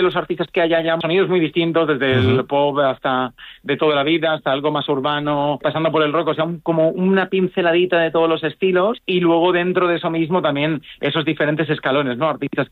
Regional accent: Valencian Community, Spain; como Villena, como pasa en mi tierra en Valencia, que hay muchas bandas, muchas orquestas, pues eso, mucha conexión con la música.

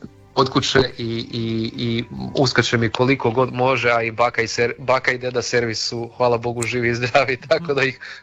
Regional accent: Prelog, Međimurje County, Croatia; u mom rodnom gradu.

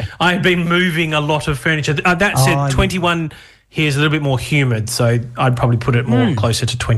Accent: Australia; now in United Kingdom; anyone would probably work out by what I'm wearing that I'm an Australian. I was dressed like an Aussie like that.

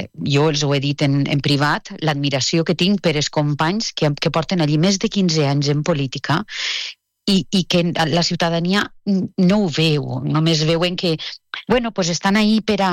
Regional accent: Oliva, Valencian Community, Spain; Pues molta estima per el meu poble i per tots els que treballen i fan possible que un poble funcione

